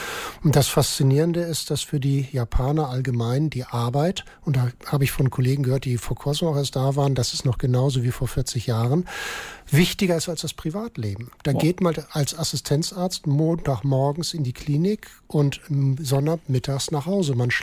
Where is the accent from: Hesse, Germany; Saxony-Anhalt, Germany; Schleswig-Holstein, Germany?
Schleswig-Holstein, Germany; Kiel; ich bin Kieler.